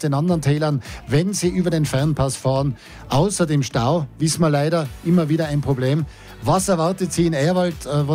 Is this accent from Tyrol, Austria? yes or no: yes; Innsbruck, Tyrol, Austria; ich komme aus Innsbruck